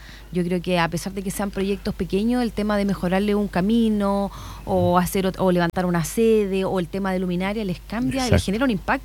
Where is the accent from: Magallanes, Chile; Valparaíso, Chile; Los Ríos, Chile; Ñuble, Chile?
Ñuble, Chile; Chillán; que somos de acá, de Chillán, de una comuna más grande